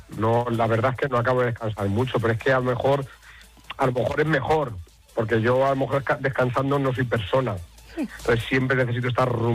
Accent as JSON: {"language": "Spanish", "town": "Cuenca", "region": "Castilla-La Mancha", "country": "Spain", "also_born_or_lived": "Albacete", "said": "yo soy de Cuenca, pero también me considero un poco de Albacete."}